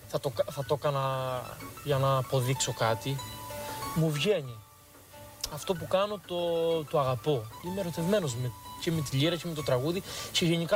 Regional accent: Kritsa, Crete, Greece; now in Agios Nikolaos, Greece; Είναι τιμή μου που είμαι από την Κρητσά. Μεγάλωσα. Έζησα πολλά χρόνια στην Κρητσά. Τώρα είμαι στον Άγιο Νικόλαο, αλλά έζησα πολλά χρόνια και θεωρώ τα καλύτερα μου χρόνια έζησα εδώ. Και να ξαναγεννιόμουν, πάλι εδώ θα ήθελα να ξαναζήσω.

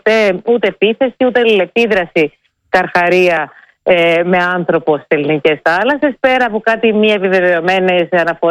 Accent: Greece; όλοι έχουμε δει μέδουσες μεγαλώνοντας στην Ελλάδα

